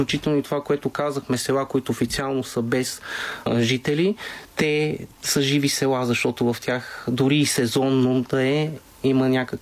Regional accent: Pernik Province, Bulgaria; Аз съм от Трънския край

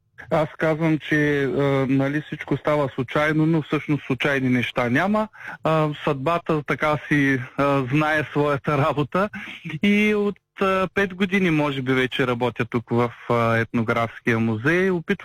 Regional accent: Pisarevo, Veliko Tarnovo Province, Bulgaria; Моето родно село е само на 4 км от Долна Оряховица. Казва се Писарево.

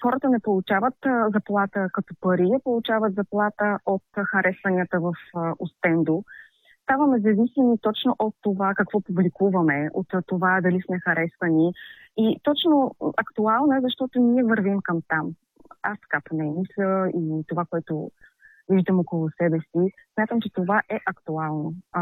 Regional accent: Haskovo, Haskovo Province, Bulgaria; аз съм родом от Хасково.

